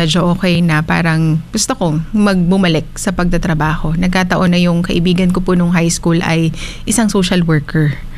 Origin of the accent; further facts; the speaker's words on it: Manila, Metro Manila, Philippines; Manila po.